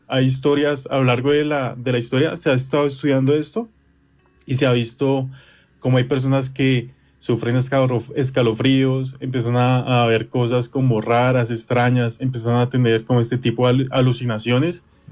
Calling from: Bogotá, Colombia; Desde Bogotá, Colombia.

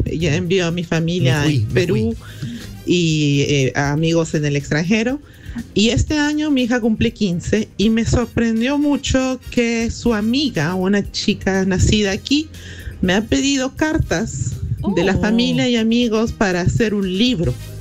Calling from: Montreal, Quebec, Canada; Aquí yo te estoy llamando desde Montreal.

